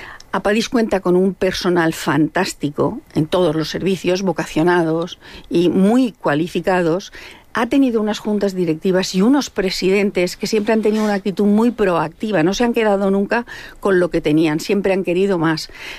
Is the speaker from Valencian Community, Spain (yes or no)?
yes; Villena, Valencian Community, Spain; also born or lived in Biar; Yo nací en Villar, pero toda mi vida he vivido en Villena.